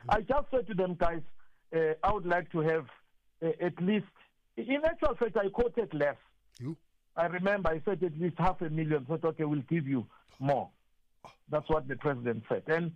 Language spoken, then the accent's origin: English; South Africa; as a South African